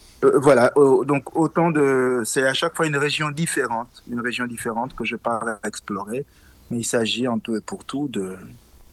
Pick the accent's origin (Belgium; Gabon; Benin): Gabon; Mouila, Ngounié; moved away as an adult; also born or lived in Libreville, Gabon; now in France; Quand on sait que je viens du Gabon, quand on sait que je suis né Pounou mais que je parle français, quand on sait que je suis né là-bas mais que je vis ici